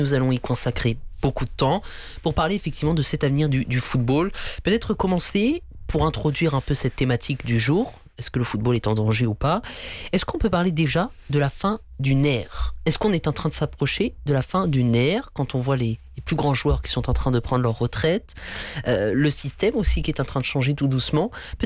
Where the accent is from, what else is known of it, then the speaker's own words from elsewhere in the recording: Oissel, Normandy, France; also born or lived in Rouen; je suis natif de Oissel, petite commune dans les alentours de Rouen. Enfin, je suis né à Rouen et j'ai grandi à Oissel.